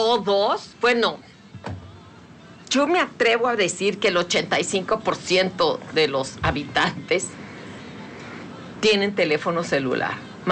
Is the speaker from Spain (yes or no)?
no; Mexico; los mexicanos aceptamos, bueno, aquí en México